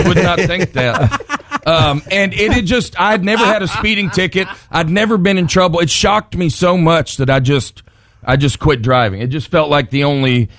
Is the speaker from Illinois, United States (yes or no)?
no; Harvest, Alabama, United States; moved away as an adult; also born or lived in New York City; now in Nashville, United States; I grew up about 12 miles outside of Huntsville, a great little place called Harvest, Alabama, which almost sounds made up.